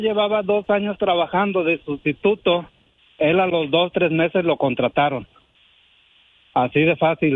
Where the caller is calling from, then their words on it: Washington, United States; Yo vivo en Granby, Washington.